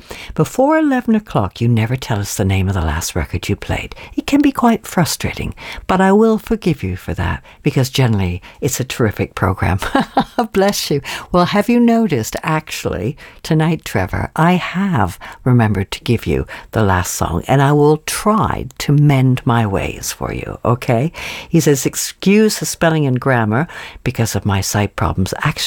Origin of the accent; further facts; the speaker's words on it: East of England, United Kingdom; accent: Norfolk; I have to talk my messages in and it doesn't always understand my Norfolk accent.